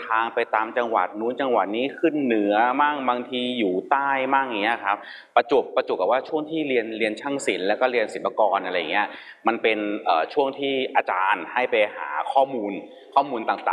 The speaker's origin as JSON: {"language": "Thai", "region": "Bangkok", "country": "Thailand", "tie": "born or raised there", "said": "ผมอาจจะเหมือนกับว่าเรียนและโตที่กรุงเทพแต่เหมือนกับว่าทางแม่จะมีเชื้อมอญพ่อจะเป็นคนใต้"}